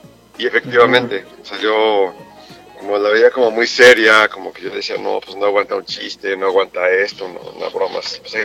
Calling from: Mexico City, Mexico; Aquí de la Ciudad de México.

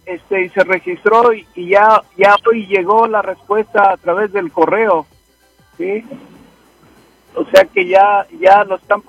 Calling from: Denver, Colorado, United States; Me moví, ahora vivo en Denver

